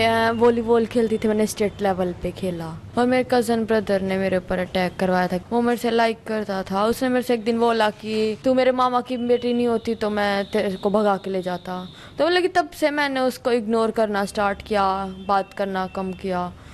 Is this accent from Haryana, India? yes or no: yes; Rohtak, Haryana, India; मैं रोहतक हरियाणा से बिलोंग करती हूँ